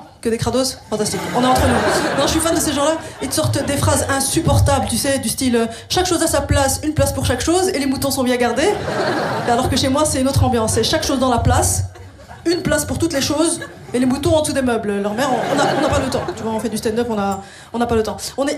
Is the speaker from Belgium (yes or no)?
yes; Molenbeek, Brussels-Capital Region, Belgium; je viens de Molenbeek, avant ça j'habitais à Bruxelles.